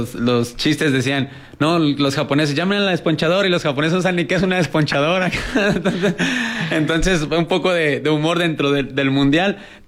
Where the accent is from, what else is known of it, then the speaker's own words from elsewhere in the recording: Mexico; yo creo que como mexicanos lo mejor que podemos hacer es unirnos